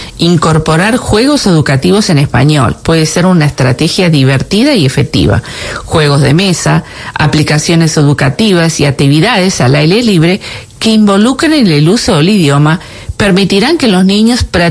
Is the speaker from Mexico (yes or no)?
no; Uruguay; first language Spanish; moved away; nuestro país natal, que somos de Uruguay